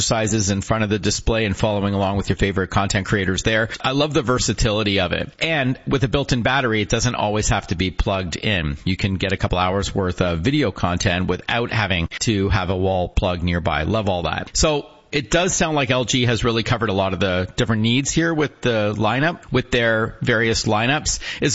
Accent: Canada; now in near Toronto, Canada; they know I'm Canadian

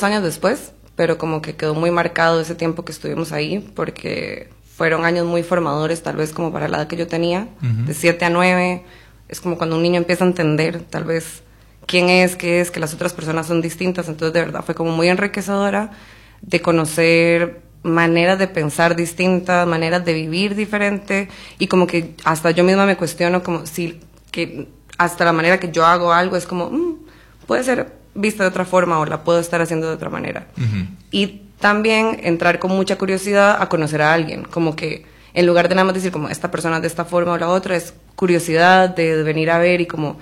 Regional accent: Alajuela, Costa Rica; born there; also born or lived in Monteverde, Costa Rica; Yo nací en Alajuela

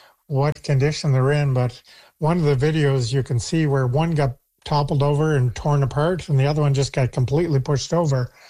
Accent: Prince Edward Island, Canada; also born or lived in Yellowknife, Northwest Territories; now in Little Harbour, Canada; I did grow up here. I lived here for about 20 years and left in the late 80s, but then just moved back last year

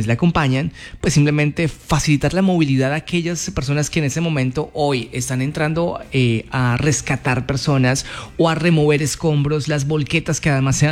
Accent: Cali, Valle del Cauca, Colombia; de muchos como caleños que somos

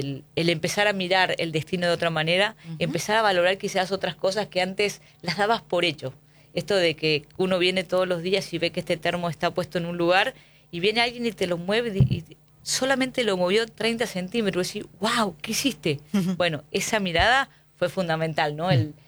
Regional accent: San Miguel de Tucumán, Tucumán, Argentina; born there; now in Tafí del Valle, Argentina; No, yo soy tucumana, nací en San Miguel

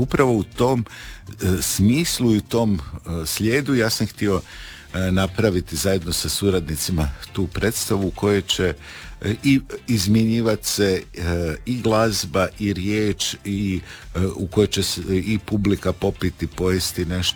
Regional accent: Krnica, Istria County, Croatia; Ja sam iz Krnice.

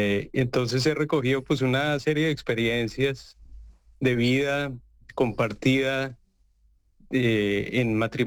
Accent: Colombia; esa vez es muy distinta a la nuestra o a la con la que yo crecí en Colombia, ¿no?

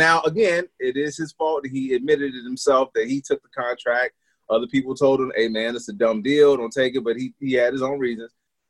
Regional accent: Chicago, Illinois, United States; Dude, and when they find out I'm from Chicago, they'll be like, oh, what do you think about the Sox or the Cubs?

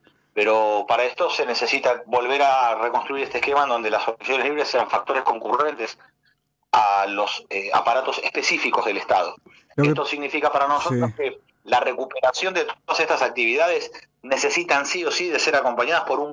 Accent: Argentina; la mayoría somos los argentinos que sí tenemos sentimiento patrio

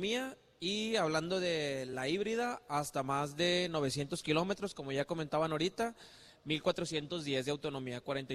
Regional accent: Monterrey, Nuevo León, Mexico; De aquí de Monterrey.

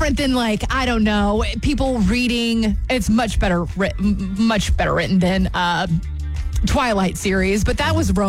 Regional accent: the South, United States; being a Southerner

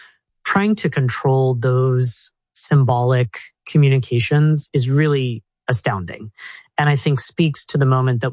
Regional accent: Colorado Springs, Colorado, United States; born or raised there

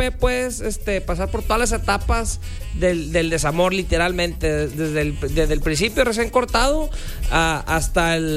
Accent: Monterrey, Nuevo León, Mexico; somos orgullosamente de Monterrey, Nuevo León.

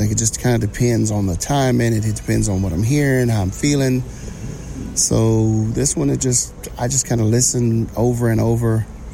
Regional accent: Louisiana, United States; I'm actually not from the Chafalaya Basin area. I'm further north, kind of central, in the flatlands, I guess you said, the prairies. So that's where I grew up. Swallow is pretty much a farming community, a lot of wooded area

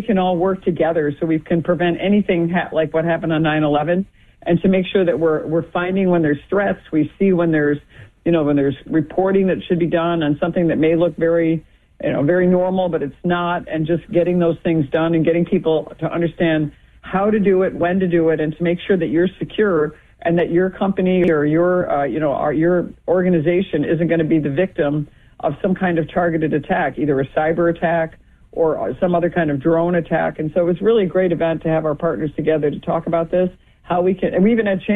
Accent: Utica, New York, United States; have it be Utica Club from my hometown of Utica.

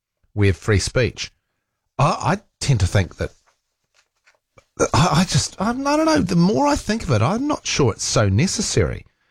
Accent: New Zealand; And I was actually thinking if it's something that I identify with, that if I think I'm would I say I'm a proud New Zealander?

